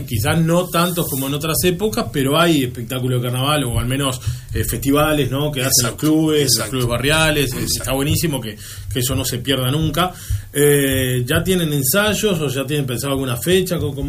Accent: Uruguay; Todos los que somos uruguayos identificamos la murga

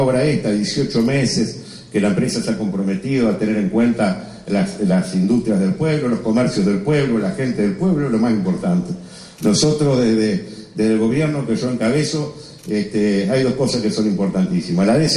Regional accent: Carmelo, Colonia, Uruguay; como también está muy cerquita de mi pueblo de Carmelo, y me consta la capacidad que tiene.

